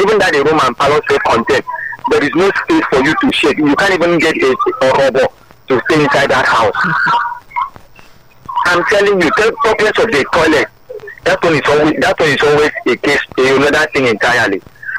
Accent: Cross River, Nigeria; when I was still growing up in Cross River State

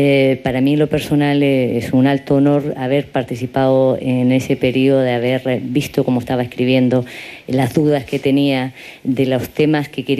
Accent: Chile; Yo soy chilena

